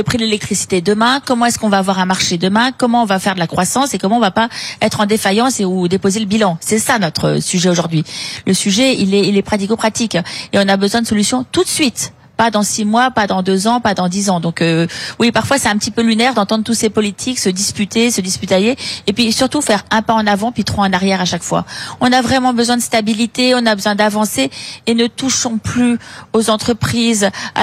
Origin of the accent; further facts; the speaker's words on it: Auvergne-Rhône-Alpes, France; Vous savez, moi je suis de l'Isère, je suis aussi présente du MEDEF Isère